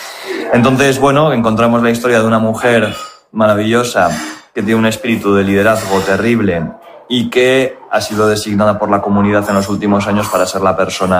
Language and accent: Spanish; Getxo, Basque Country, Spain; las personas que hemos nacido y que hemos crecido en este pueblo, ¿no? En esta zona concreta del pueblo.